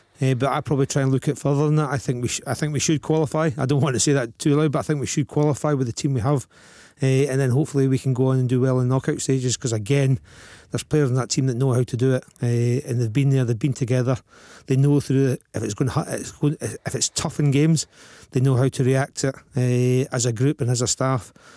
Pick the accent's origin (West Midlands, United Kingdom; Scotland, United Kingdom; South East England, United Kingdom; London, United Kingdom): Scotland, United Kingdom; We're doing what we love doing as Scottish people.